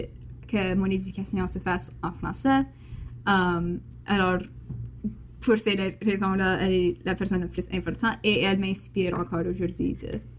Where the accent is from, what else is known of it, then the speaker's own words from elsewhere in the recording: Saint-Adolphe, Manitoba, Canada; first language French; J'ai grandi à Saint-Adolphe. Il y a une école là, mais je suis allée à Gabriel Roy pour ma pré-maternelle, à Noël Richot et comme l'étoupée pour mon éducation.